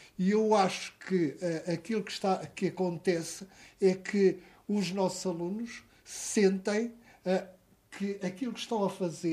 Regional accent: Lisbon, Portugal; moved away; eu sou de Lisboa

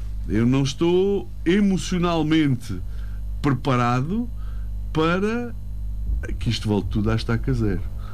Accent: Beja, Alentejo, Portugal; E eu sou de Beja.

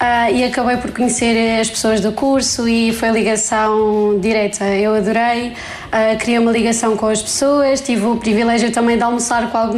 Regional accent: Portimão, Faro, Portugal; Olá, boa tarde … tenho 21 anos, sou de Portimão e estou no terceiro ano da licenciatura em Dietética e Nutrição.

